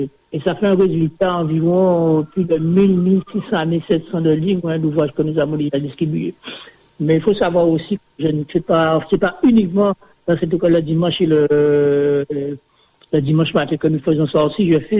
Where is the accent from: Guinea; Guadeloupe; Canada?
Guadeloupe; Saint-François; Je suis de Saint-François. Je suis membre de l'église de Le Moule, l'église adventiste du septième jour.